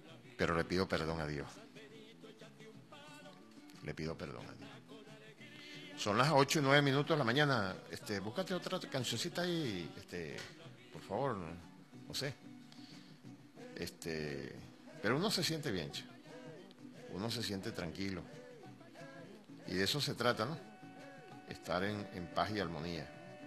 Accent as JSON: {"language": "Spanish", "town": "Cantaura", "region": "Anzoátegui", "country": "Venezuela", "tie": "born or raised there", "said": "allá en mi pueblo, en Cantaura, en Chamariapa, donde nací hace 61 años."}